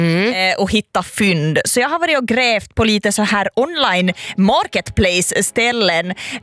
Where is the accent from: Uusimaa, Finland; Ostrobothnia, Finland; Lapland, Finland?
Ostrobothnia, Finland; jag är ju inte från Åland, men jag är ju från Österbotten.